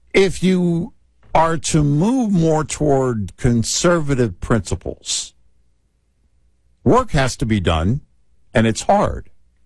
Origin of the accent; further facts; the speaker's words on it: United States; there's no point of me debating him as an American.